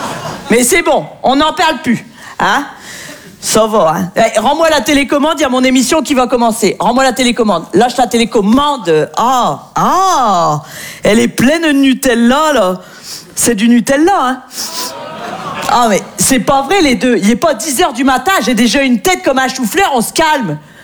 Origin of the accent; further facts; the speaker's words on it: Hauts-de-France, France; moi je viens du nord de la France, et c'est vrai qu'on est très gentils dans le nord